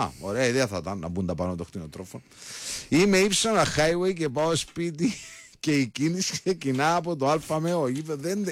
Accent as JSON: {"language": "Greek", "town": "Lania", "region": "Limassol District", "country": "Cyprus", "said": "Είμαι από Λανή, σας πάω που πάω."}